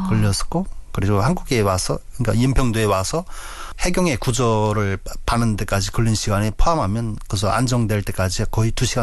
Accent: North Korea; moved away as an adult; now in South Korea; 아, 사실상 저희가 탈북한 시기가 코로나 기간이었거든요.

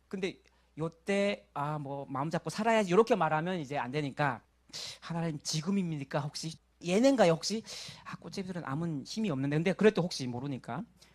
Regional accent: North Korea; moved away as an adult; also born or lived in China; 알고 봤더니 제가 98년에 탈북했으니까 2000년도에는 중국에서 있었거든요.

